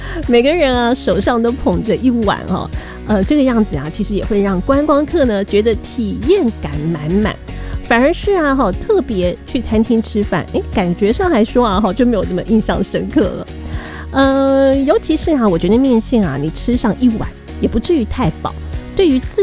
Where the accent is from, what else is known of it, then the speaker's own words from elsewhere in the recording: Taiwan; 他们反而啊是很喜欢在小店里面跟我们台湾人坐在一起享受道地的美食。